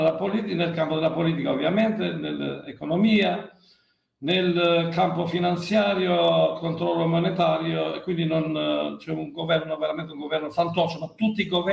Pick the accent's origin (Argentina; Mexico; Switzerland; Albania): Albania; io sono albanese